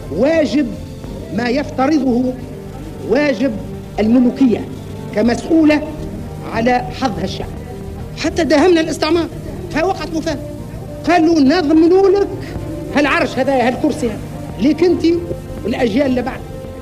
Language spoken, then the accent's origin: Arabic; Tunisia; احنا مبدانا وسياستنا اللي صرحنا بها أن أهل مكة أدرى بشعابه، ونحن نختار ما يليق بنا كتونسيين